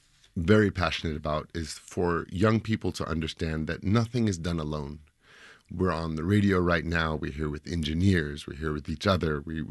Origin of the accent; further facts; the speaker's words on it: New York City, New York, United States; and I love to walk, I'm a New Yorker, I walk